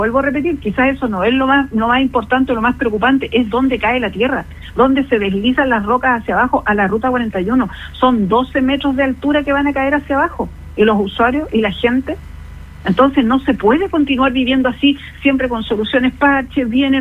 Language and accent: Spanish; Chile; en este país, en mi país